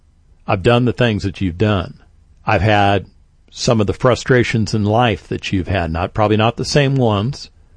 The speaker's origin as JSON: {"language": "English", "country": "United States", "said": "I'm an American"}